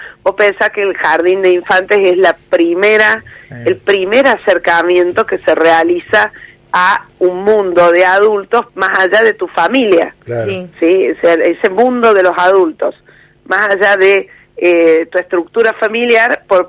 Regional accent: Córdoba, Argentina; accent: Cordoban; yo soy cordobesa.

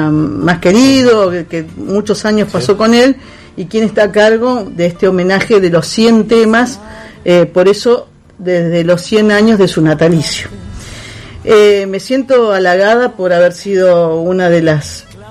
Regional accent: Santa Fe, Argentina; pero somos de Santa Fe.

